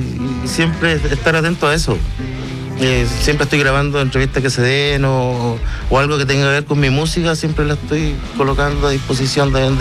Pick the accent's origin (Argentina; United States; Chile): Chile; Copiapó, Atacama; Yo, como te comentaba, soy de Copiapó.